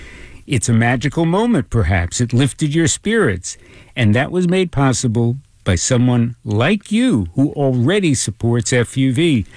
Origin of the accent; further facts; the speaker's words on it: Jackson Heights, New York, United States; Jesse in Jackson Heights, my hometown, says the following.